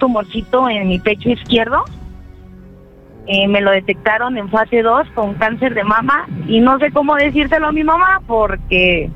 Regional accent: Morelia, Michoacán, Mexico; now in Mexico City, Mexico; No, ahorita vivo, radico en la Ciudad de México, pero soy de Michoacán, de Morelia.

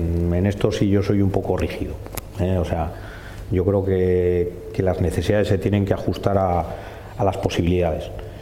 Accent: Santander, Cantabria, Spain; yo soy un santanderino de pro, de los que lo sienten, estoy enamorado de mi ciudad.

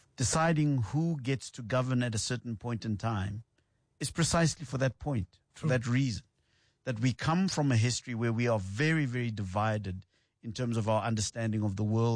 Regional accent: South Africa; I suppose that's the challenge of being South African, right?

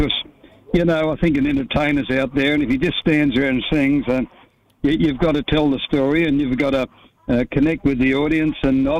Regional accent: Alice Springs, Northern Territory, Australia; I went to school up there and everything. You know, all my schooling was done in Alice Springs.

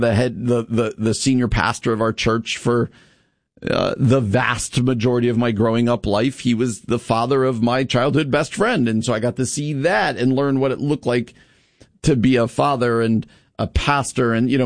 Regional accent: Long Valley, New Jersey, United States; The town I grew up in New Jersey, a little town called Long Valley, is probably fully suburban by now.

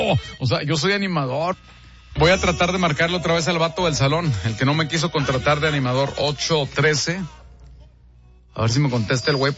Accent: Torreón, Coahuila, Mexico; yo no soy de aquí, yo vengo de fuera, soy de Torreón, nomás que pues voy llegando aquí a la ciudad y pues yo allá era animador en Torreón

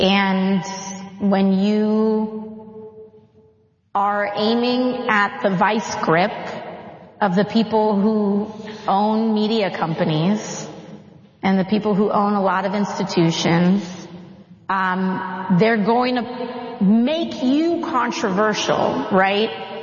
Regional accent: Bronx, New York, United States; And of course, I'm Latina. And so, and I'm from the Bronx.

